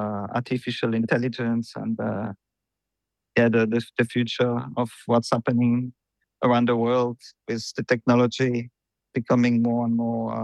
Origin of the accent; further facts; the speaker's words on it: Switzerland; moved away; I come from Switzerland originally.